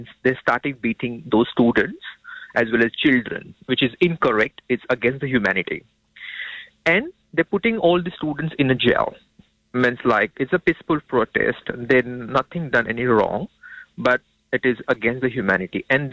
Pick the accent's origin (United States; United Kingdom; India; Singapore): India; Delhi; now in New Zealand; I come from Delhi and everywhere there